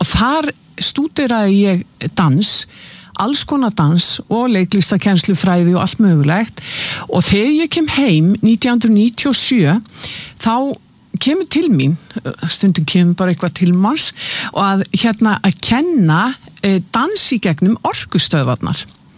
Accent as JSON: {"language": "Icelandic", "town": "Keflavík", "region": "Southern Peninsula", "country": "Iceland", "tie": "born or raised there", "said": "ég fætt og uppalinn í Keflavík í Bíklabænum og það var ofboðslega mikið tónlist"}